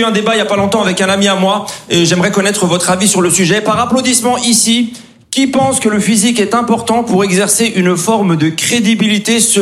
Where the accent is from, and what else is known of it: Grand Est, France; born or raised there